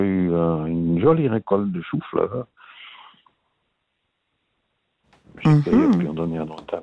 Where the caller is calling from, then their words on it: Estavayer-le-Lac, Fribourg, Switzerland; Non, non, j'habite sur la Estavayer, le lac